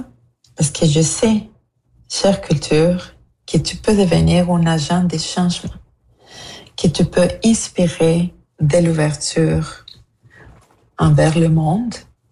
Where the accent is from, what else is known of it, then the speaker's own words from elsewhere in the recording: Mexico; now in Quebec, Canada; Tu l'as fait pour moi en tant que Mexicaine et en tant que Québécoise.